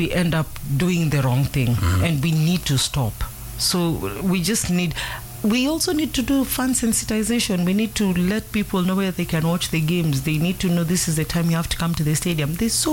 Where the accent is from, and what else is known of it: Kenya